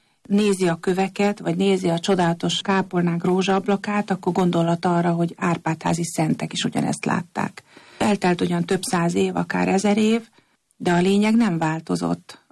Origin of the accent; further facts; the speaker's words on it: Esztergom, Komárom-Esztergom, Hungary; mi esztergomiként láttuk azt